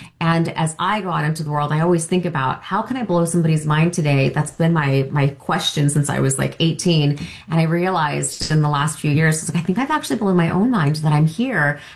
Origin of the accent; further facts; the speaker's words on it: St. Louis, Missouri, United States; I'm from St. Louis. I love the Midwest.